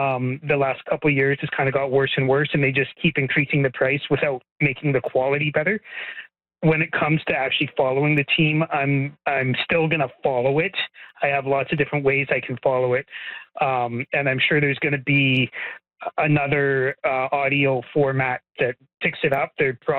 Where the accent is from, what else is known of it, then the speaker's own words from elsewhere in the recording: Alberta, Canada; I'm from Alberta.